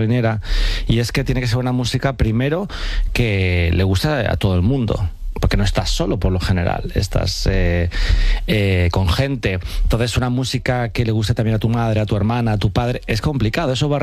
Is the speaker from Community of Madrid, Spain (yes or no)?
yes; Alcorcón, Community of Madrid, Spain